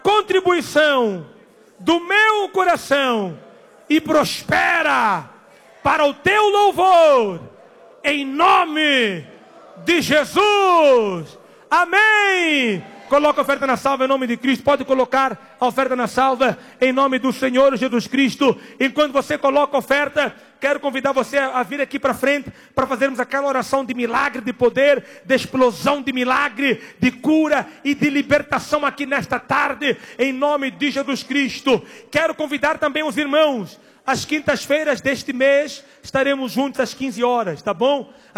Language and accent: Portuguese; Mozambique; moved away; lá no meu país